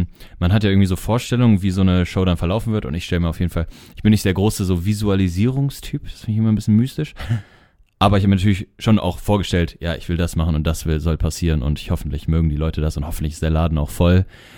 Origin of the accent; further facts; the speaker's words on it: Cologne, North Rhine-Westphalia, Germany; ich komme aus Köln.